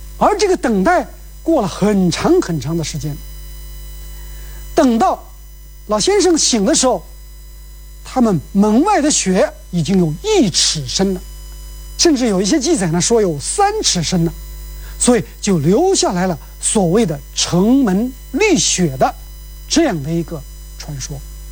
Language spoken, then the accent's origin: Chinese; Henan, China; 我们河南人都爱说中